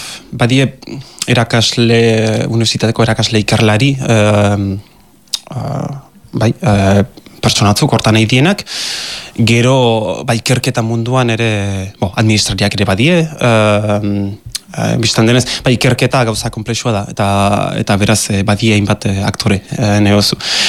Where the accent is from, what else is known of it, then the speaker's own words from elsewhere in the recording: Biriatou, Nouvelle-Aquitaine, France; also born or lived in Australia; iru urtere ez nituen Europarat etorri gineleik eta ondotik biriatu endaia inguruan azia eta bai, bidaso ingurukoa beraz.